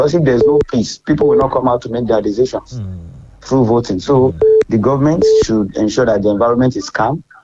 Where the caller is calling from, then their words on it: Italy; calling you from Italy.